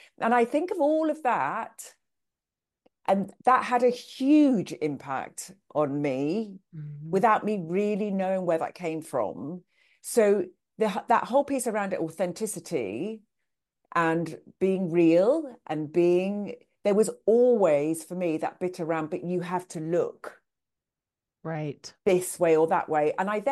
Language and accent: English; United Kingdom; now in United States; I come from the UK